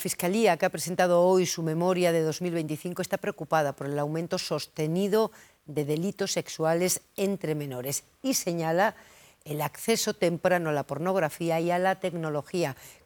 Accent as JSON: {"language": "Spanish", "country": "Spain"}